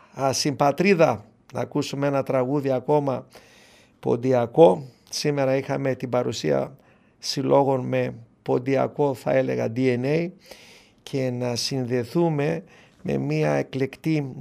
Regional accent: Kilkis, Central Macedonia, Greece; όπως και εκεί πέρα στον τόπο μου, στο Κιλκί, στο Άγιο Νέρι, τα καρπουζοχώρια

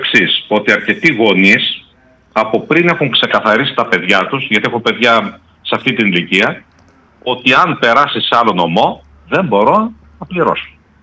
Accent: Greece; επειδή είμαστε Έλληνες

